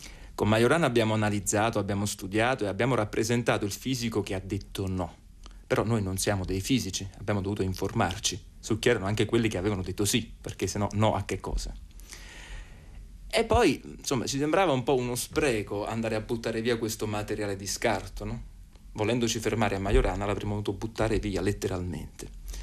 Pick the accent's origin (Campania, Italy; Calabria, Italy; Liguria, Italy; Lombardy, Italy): Campania, Italy; Naples; Noi siamo di Napoli